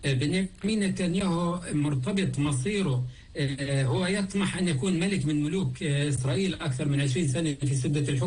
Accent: Palestine; علينا كفلسطينيين

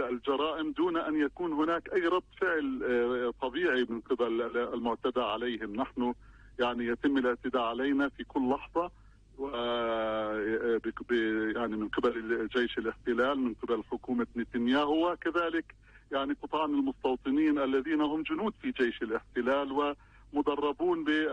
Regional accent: Palestine; يواجهون إرادة صلبة لنا كفلسطينيين

